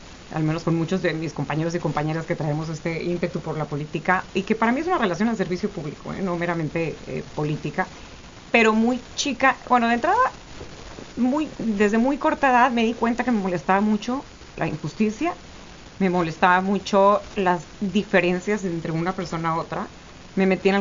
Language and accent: Spanish; Tamaulipas, Mexico; moved away as an adult; also born or lived in Monterrey; tengo tantos años, soy de Tamaulipas